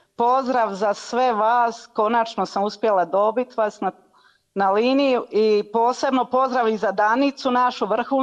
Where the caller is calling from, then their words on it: Pula, Istria County, Croatia; mi dolazimo iz Pule